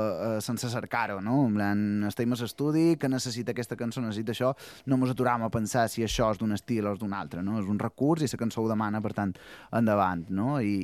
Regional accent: Santa Maria del Camí, Balearic Islands, Spain; jo que soc de Santa Maria, tocar per festes pues sempre és una alegria.

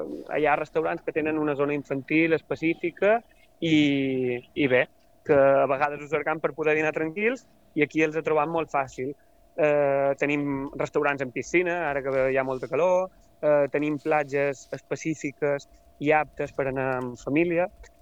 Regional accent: Balearic Islands, Spain; now in Mallorca, Spain; jo soc de Menorca i és mig mallorquina, mig menorquina, tot i que jo soc resident aquí a Mallorca de fa uns anys.

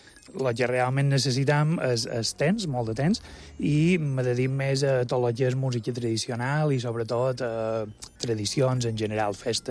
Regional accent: Felanitx, Balearic Islands, Spain; Vaig néixer a Felanitx. Hi faig feina

